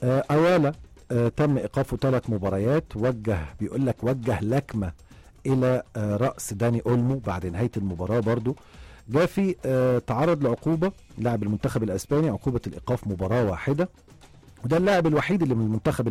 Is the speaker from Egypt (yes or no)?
yes; Egypt; احنا كمنتخب مصري